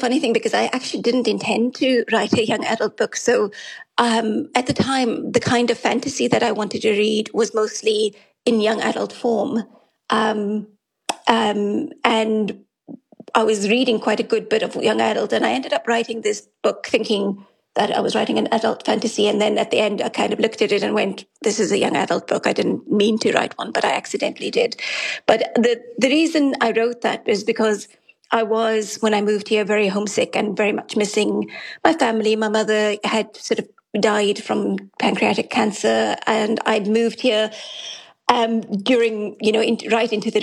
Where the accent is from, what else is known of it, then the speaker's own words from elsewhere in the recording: South Africa; now in Ireland; of being South African living in Ireland, but also at the same time, you know, I am Irish.